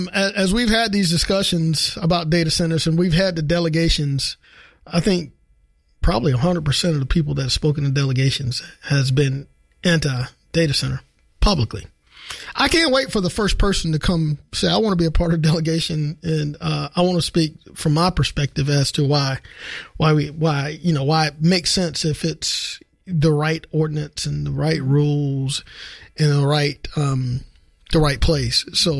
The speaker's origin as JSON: {"language": "English", "town": "Augusta", "region": "Georgia", "country": "United States", "tie": "born or raised there", "said": "I grew up in East Augusta. I recall where I grew up, all you would see were chemical smokestacks."}